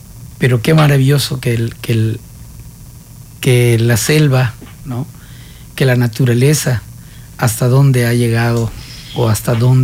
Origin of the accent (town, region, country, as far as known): Yucatán, Mexico